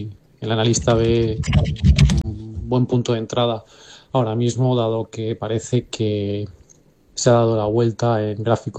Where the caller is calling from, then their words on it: San Sebastián, Basque Country, Spain; llamo de San Sebastián.